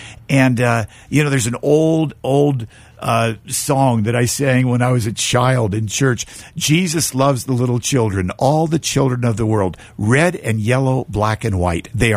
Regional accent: United States; I'm an American.

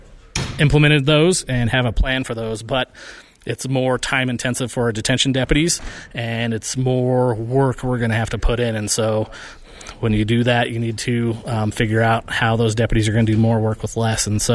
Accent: Parachute, Colorado, United States; So I was born and raised in Parachute, Colorado. My mom and dad served on the local fire department there for as long as I can remember.

